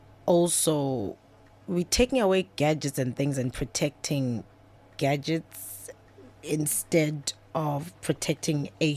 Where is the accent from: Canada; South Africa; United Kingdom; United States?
South Africa; born there; also born or lived in Harrismith, Free State / Durban, KwaZulu-Natal; So I grew up a little bit there and a little bit also in Durban.